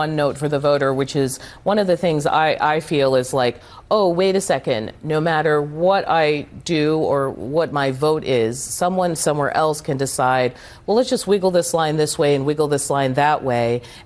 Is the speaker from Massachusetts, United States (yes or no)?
yes; Massachusetts, United States; but I might be biased because I'm from Massachusetts.